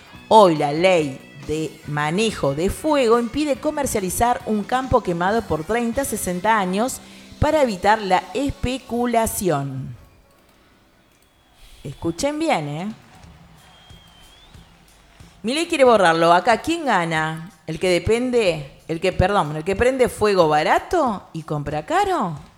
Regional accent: Argentina; entendamos como argentinos

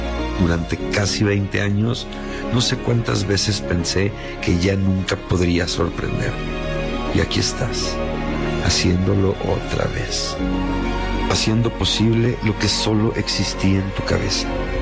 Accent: Mexico; soy mexicano, bien mexicano

